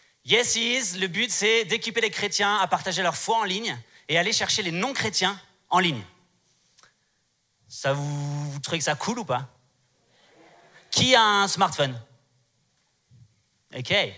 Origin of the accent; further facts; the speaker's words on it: Strasbourg, Grand Est, France; Je viens de Strasbourg, je vous l'ai dit hier, pour ceux qui viennent là cet après-midi, Strasbourg, c'est en France, ok? C'est sur la bordure allemande, mais c'est en France.